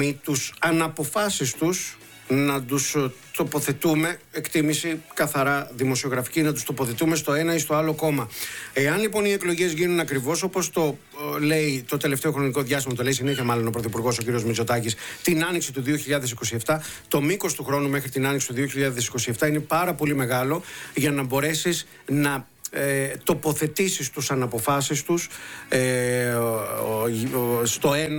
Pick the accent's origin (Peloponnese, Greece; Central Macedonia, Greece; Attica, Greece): Peloponnese, Greece; Molaoi; Και να στείλω μια καλημέρα για τα χρόνια πολλά στην ιδιαίτερη πατρίδα μου, στους Μολάους Λακωνίας.